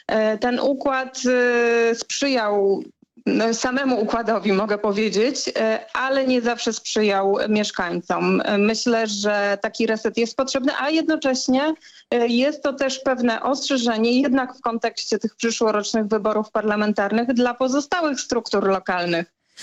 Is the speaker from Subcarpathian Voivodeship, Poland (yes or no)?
no; Kraków, Lesser Poland, Poland; jako rodowita krakowianka leży mi na sercu los tego miasta